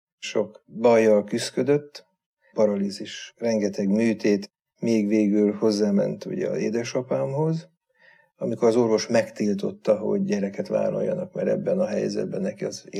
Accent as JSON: {"language": "Hungarian", "town": "Vác", "region": "Pest", "country": "Hungary", "tie": "born there", "said": "a Vácon a Kőkapu általános iskolába jártam."}